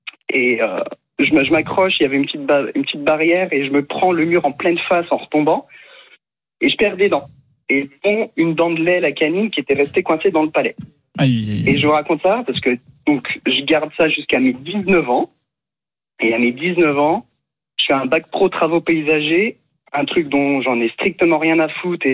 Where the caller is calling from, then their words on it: Japan; C'est le pourquoi je suis au Japon et quelque part le pourquoi je vous appelle aussi.